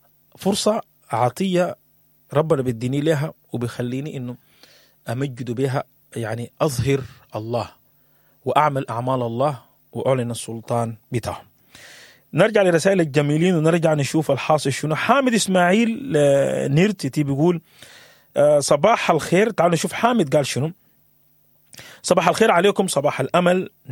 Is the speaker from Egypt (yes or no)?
no; Sudan; انا وانت كسوداني